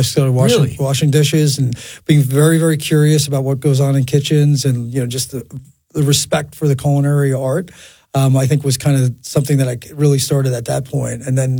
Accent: Long Island, New York, United States; I grew up on Long Island

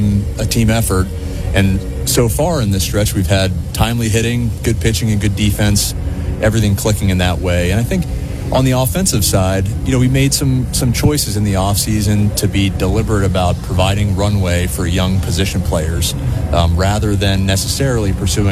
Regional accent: Pennsylvania, United States; Well, I grew up in the Philadelphia suburbs, so it's great to be back and see family.

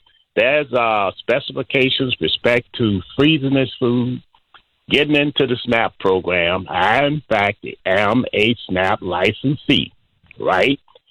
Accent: Chicago, Illinois, United States; I grew up in Chicago, as a matter of fact.

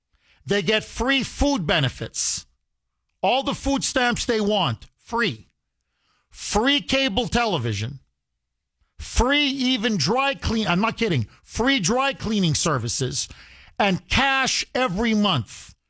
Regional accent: Massachusetts, United States; me, by the way, a multi-generational American, my family goes back generations, born and raised on the Cape, my entire life

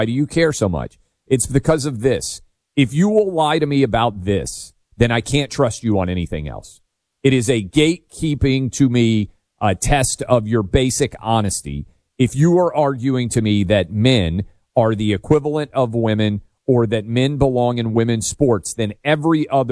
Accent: Nashville, Tennessee, United States; I will bring them to my hometown where I do this show from, Nashville, Tennessee

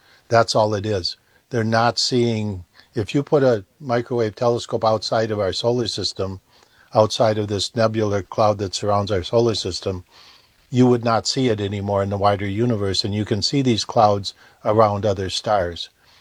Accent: Ireland; And I'm personally a Christian. I'm Irish, you know, grew up a Catholic.

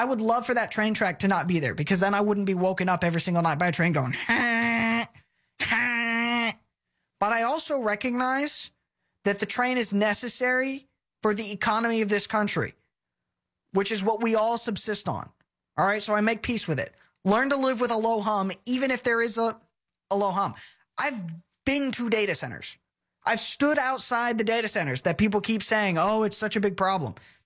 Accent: Texas, United States; I'm a Texan. We have some of the prettiest, if not the prettiest, land in the country.

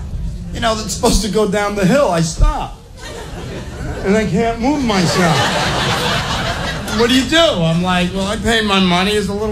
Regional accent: New York, United States; I'm going, "I'm from New York, they're hitting us hard. Let's stay tight."

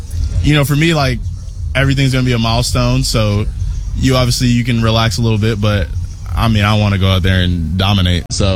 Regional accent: Atlanta, Georgia, United States; But we're from Atlanta, so we grew up watching Chipper Jones and the success he had

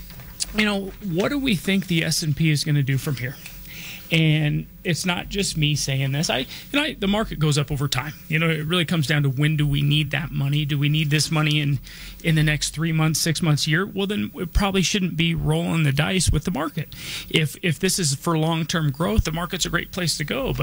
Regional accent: Denver, Colorado, United States; I was born and raised here in Denver.

